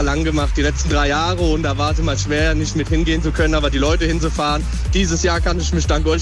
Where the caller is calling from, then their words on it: Reichelsheim, Hesse, Germany; Ich komme aus Reichelsheim im Odenwald